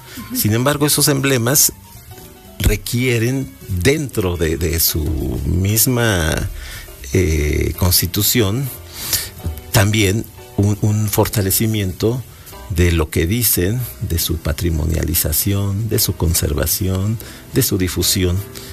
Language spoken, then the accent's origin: Spanish; Puebla, Mexico